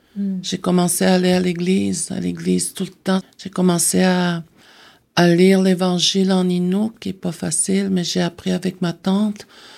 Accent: Schefferville, Quebec, Canada; Je viens de la communauté de Matimekush Lakjam.

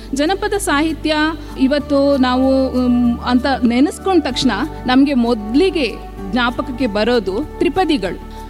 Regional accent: Kundapura, Karnataka, India; accent: Kundapura Kannada; ನಮ್ಮ ಕುಂದಾಪುರ ಕನ್ನಡದಲ್ಲೊಂದಿದೆ

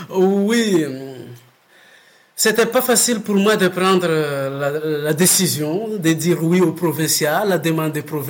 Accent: Madagascar; French is a second language; Oui, comme je viens de Madagascar. J'ai fait tout mon parcours des études, des formations, c'était à Madagascar.

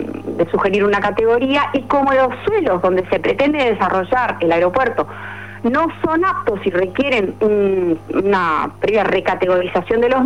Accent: Uruguay; como uruguaya me quedé sumamente nerviosa

